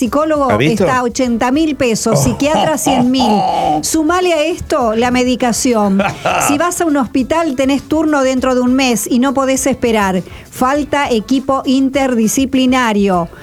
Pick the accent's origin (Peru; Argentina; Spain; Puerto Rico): Argentina; Vera, Santa Fe; Buen día, soy de Vera, Santa Fe.